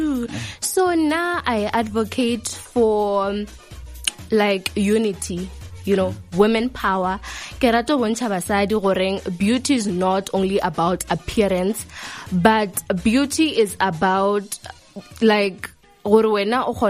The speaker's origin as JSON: {"language": "English", "town": "Lebogomo", "region": "Limpopo", "country": "South Africa", "said": "And I'm from Lebogomo. But in this competition, Face of Limpopo Teenager, I'll be representing Polokwane."}